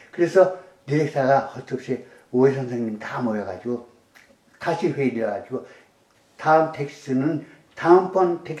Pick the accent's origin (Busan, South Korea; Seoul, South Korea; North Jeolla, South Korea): Seoul, South Korea; born there; 근데 내가 하는 난 서울 태생인데 네.